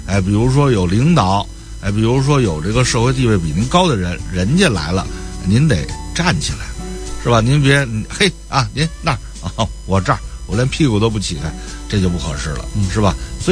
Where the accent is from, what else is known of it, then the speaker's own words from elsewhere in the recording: Beijing, China; 再有呢，咱们勿留错，就咱们北京人说的，你别出声，吧唧嘴